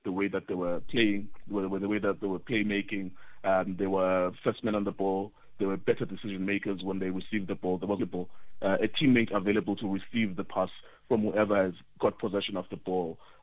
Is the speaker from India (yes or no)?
no; South Africa; I'm a South African.